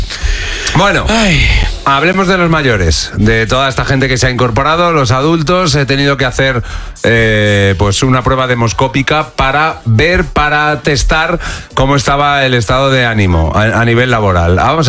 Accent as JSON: {"language": "Spanish", "region": "Aragon", "country": "Spain", "said": "Que estaba en mi pueblo, en Zaragoza"}